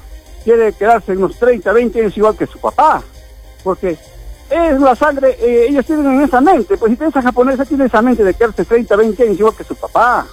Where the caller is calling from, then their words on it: Espinar, Cusco, Peru; Yo soy de Espinar, señorita. Soy de Espinar.